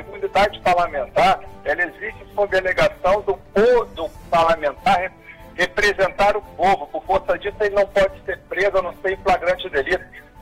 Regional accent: Brazil; eu sou brasileiro

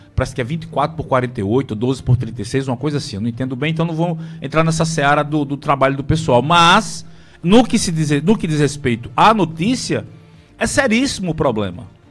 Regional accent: Santa Rita, Paraíba, Brazil; isso aqui é um posicionamento meu enquanto santarritense, que conhece a história um pouco, desde que eu me entendo por gente

